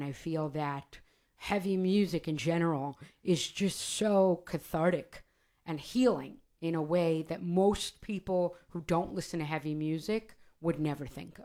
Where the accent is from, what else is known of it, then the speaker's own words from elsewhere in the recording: New York City, New York, United States; moved away; cause I'm from New York City. I didn't drive till I was like 30 something, you know, and I'm 39 now